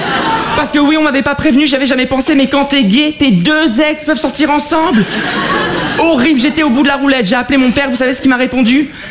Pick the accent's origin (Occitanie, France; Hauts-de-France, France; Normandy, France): Hauts-de-France, France; Avion; born there